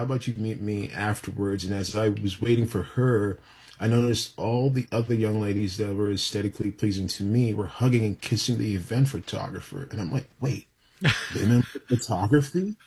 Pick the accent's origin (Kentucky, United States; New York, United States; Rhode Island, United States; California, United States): New York, United States; because growing up in New York City, for a lot of us, we were taught they're rats with wings, basically.